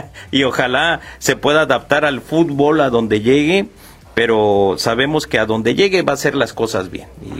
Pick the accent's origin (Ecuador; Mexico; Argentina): Mexico; como mexicano se lo deseamos de todo corazón